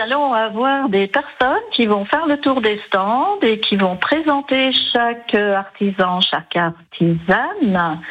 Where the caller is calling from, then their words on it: Saint-Gengoux-le-National, Bourgogne-Franche-Comté, France; Je vous appelle de Saint-Jean-Goux-le-National.